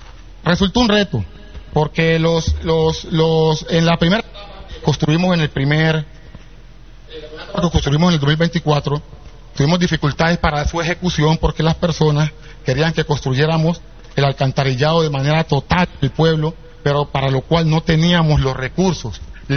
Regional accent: Andagoya, Chocó, Colombia; born there; los que nacimos en Andagoya

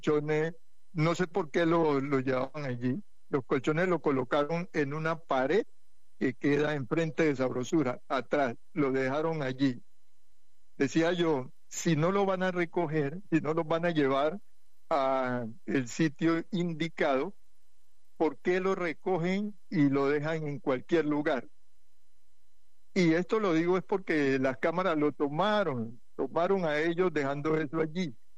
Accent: Buenaventura, Valle del Cauca, Colombia; todos los bonaverenses

